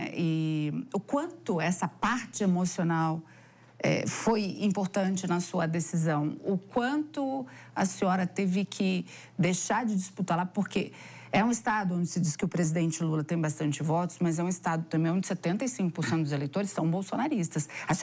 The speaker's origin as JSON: {"language": "Portuguese", "region": "Mato Grosso do Sul", "country": "Brazil", "moved": "yes", "said": "eu estava morando lá em Campo Grande, nós somos conterrâneas, eu sou de Mato Grosso do Sul também"}